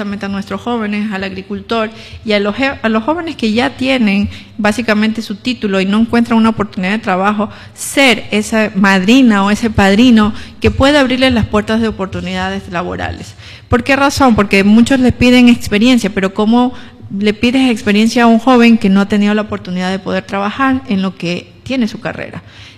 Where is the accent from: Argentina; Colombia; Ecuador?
Ecuador; Montecristi, Manabí; Yo soy montecristense. Yo llevo la camiseta de Montecristi.